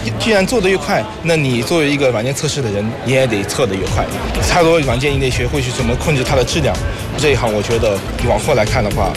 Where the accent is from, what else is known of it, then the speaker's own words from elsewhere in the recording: Singapore; 我是来自新加坡选手，